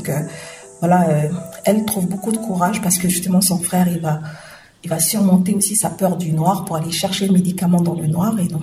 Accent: New Caledonia; moi, j'ai besoin d'exister en tant que Cana, d'abord, mm-hmm. avant d'exister en tant que calédonienne.

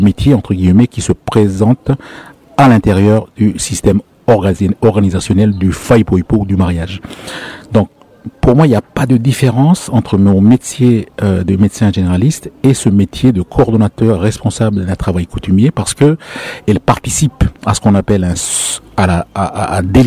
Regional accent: Lifou, Loyalty Islands Province, New Caledonia; Donc, nous sommes des Mélanésien. Moi, je suis mélanésien d'origine de l'Ifou.

